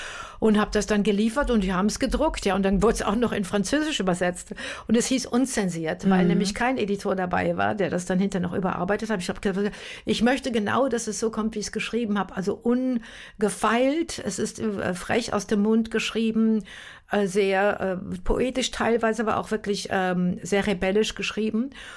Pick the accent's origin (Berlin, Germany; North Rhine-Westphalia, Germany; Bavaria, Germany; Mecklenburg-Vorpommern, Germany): North Rhine-Westphalia, Germany; Münster; Und wir waren in diesem Theater in Münster, meiner Heimatstadt